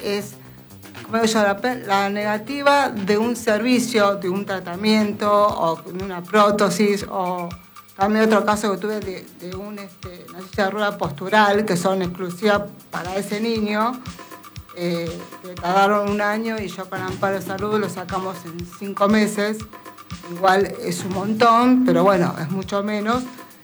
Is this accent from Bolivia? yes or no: no; Buenos Aires, Argentina; moved away as an adult; now in Córdoba, Argentina; Yo soy de Capital de Buenos Aires.